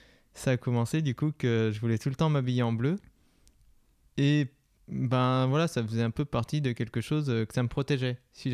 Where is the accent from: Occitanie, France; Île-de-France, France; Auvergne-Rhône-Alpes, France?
Auvergne-Rhône-Alpes, France; j'ai 25 ans, je viens du Beaujolais, un petit village qui s'appelle Frontenat dans les Pierres Dorées.